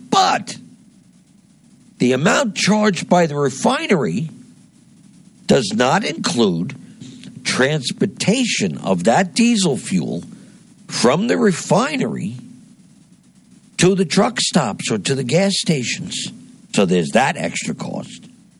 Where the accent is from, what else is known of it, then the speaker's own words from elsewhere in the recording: New Jersey, United States; my home state of New Jersey taxes diesel fuel by 56 cents a gallon